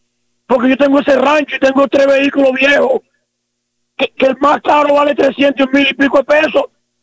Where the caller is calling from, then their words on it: Dominican Republic; como dominicanos